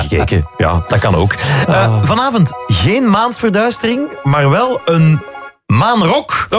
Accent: Mechelen, Antwerp, Belgium; Wel, ik ben effectief van Mechelen, trotse Mechelaar.

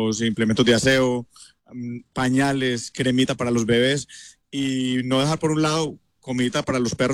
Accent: Pereira, Risaralda, Colombia; yo que soy de Pereira

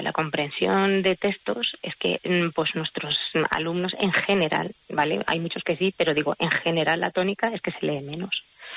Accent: Castilla-La Mancha, Spain; born there; Celia es de mi pueblo, de Arcilla

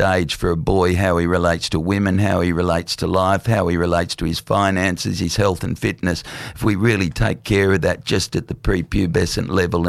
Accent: Lismore, New South Wales, Australia; as a kid when I was growing up in Lismore in the 80s

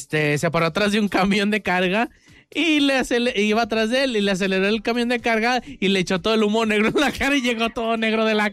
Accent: León, Guanajuato, Mexico; ¿de dónde eres? De León.

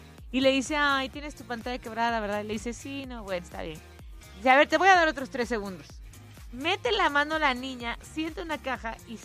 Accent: Mexico; nos caracterizan como mexicanos

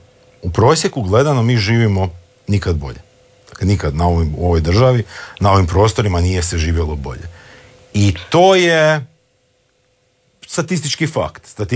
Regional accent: Slavonia, Croatia

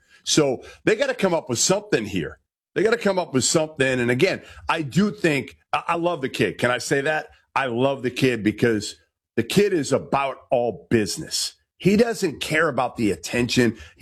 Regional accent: Massachusetts, United States; I'm from Massachusetts, so I had seen AJ since he was a sophomore in high school a bunch.

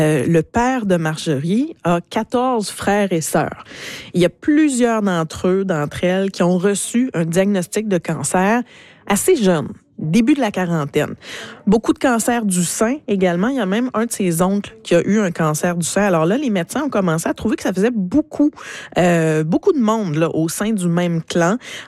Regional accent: Quebec, Canada; chez nous, au Bas-Saint-Laurent.

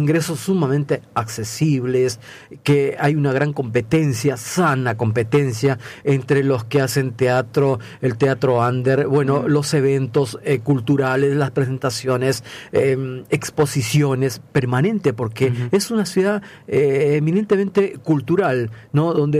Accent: Peru; Del Perú.

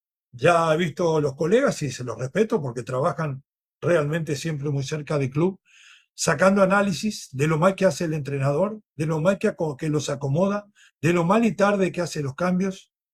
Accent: Miami, Florida, United States; somos de Miami y somos afín con lo que es el sentimiento deportivo de la ciudad.

